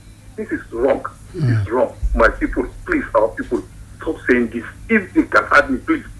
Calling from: Nigeria; We're calling from Angwanda, Musa.

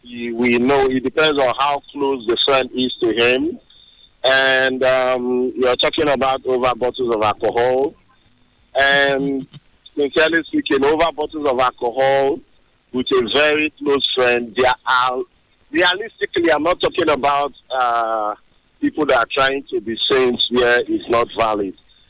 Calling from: Port Harcourt, Rivers, Nigeria; I'm calling from Port Harcourt.

